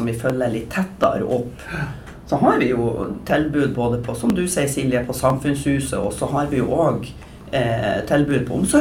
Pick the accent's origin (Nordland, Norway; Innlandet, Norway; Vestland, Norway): Nordland, Norway; Dønna; now in Hemnes, Norway; Ja, jeg er ifra Dømna opprinnelig.